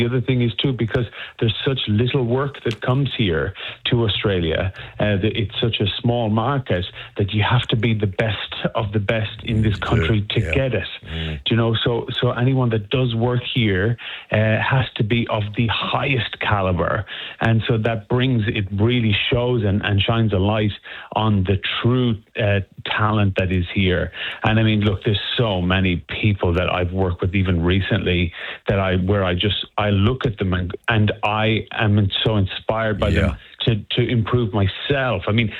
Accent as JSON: {"language": "English", "town": "Longford", "region": "Leinster", "country": "Ireland", "said": "So I'm from Longford in Ireland. So it's the very, very centre, the most central county of Ireland."}